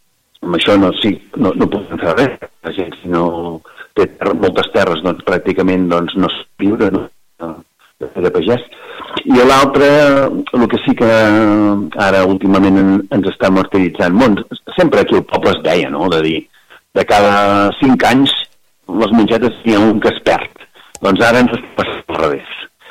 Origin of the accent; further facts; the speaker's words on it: Castellfollit del Boix, Catalonia, Spain; som del Bages